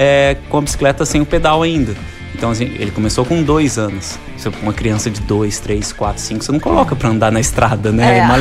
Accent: Minas Gerais, Brazil; moved away as an adult; also born or lived in Rio de Janeiro; eu sou carioca, só que com 1 ano eu fui morar em Minas e morei até o ano passado em Minas. Então foram 33 anos morando em Minas.

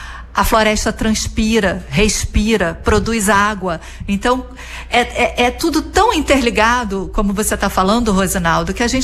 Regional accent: Rio de Janeiro, Brazil; E agora é incrível porque eu passei minha infância na Zona Norte, no subúrbio. O subúrbio já foi muito mais cheio de verde, sabe?

